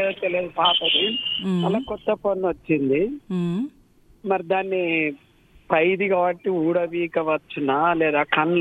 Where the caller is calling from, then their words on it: Warangal, Telangana, India; నేను వరంగల్ కాశీబుగ్గ నుంచి మాట్లాడుతున్నాను